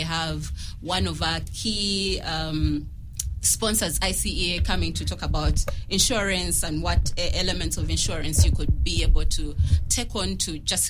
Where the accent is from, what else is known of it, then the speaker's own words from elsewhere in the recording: Eastern Region, Uganda; I come from Busoga